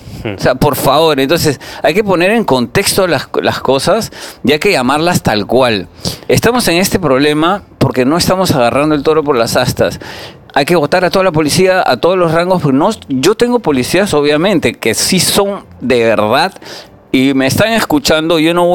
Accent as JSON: {"language": "Spanish", "region": "Tumbes", "country": "Peru", "said": "Yo vengo de Tumbes y en Tumbes hay 100% organizaciones criminales"}